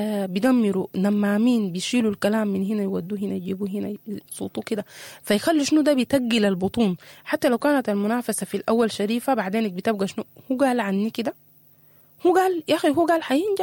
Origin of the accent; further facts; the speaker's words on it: Sudan; ونحن ده حاصل عندنا في السودان كثير جدا في سياساتنا الكبيرة ولا سياساتنا الصغيرة, حتى في مجتمعاتنا.